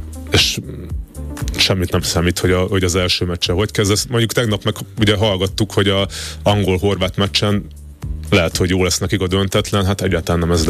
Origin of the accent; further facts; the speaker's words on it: Hungary; magyar vagyok